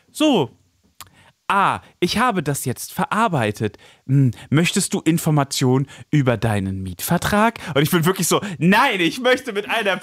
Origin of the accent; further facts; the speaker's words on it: Alzey, Rhineland-Palatinate, Germany; Aus der Nähe, ja. Ich bin in Alzey groß geworden, das ist nicht weit weg.